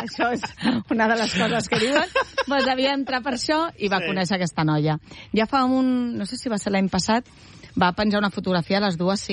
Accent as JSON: {"language": "Catalan", "region": "Catalonia", "country": "Spain", "said": "Com som els catalans, ens contentem, eh?"}